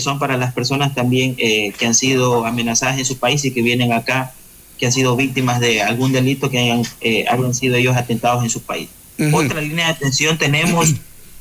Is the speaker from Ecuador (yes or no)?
yes; Ecuador